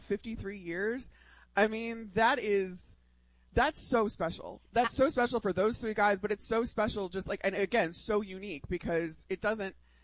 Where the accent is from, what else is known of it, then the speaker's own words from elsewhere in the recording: Chicago, Illinois, United States; And maybe that's someone, you know, growing up in Chicago that like, I didn't grow up in New York